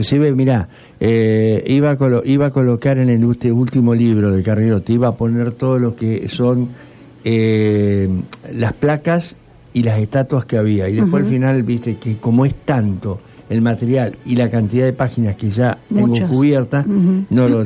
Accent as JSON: {"language": "Spanish", "region": "Santa Fe", "country": "Argentina", "said": "¿Por qué somos los santafesinos como somos?"}